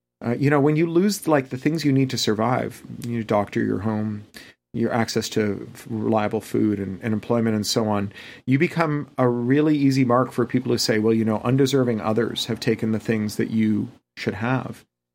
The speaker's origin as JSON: {"language": "English", "country": "Canada", "said": "I'm also Canadian, like all the best Americans."}